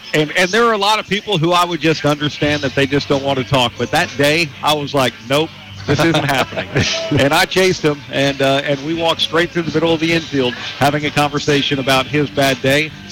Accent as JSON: {"language": "English", "region": "Texas", "country": "United States", "said": "I'm a Texan"}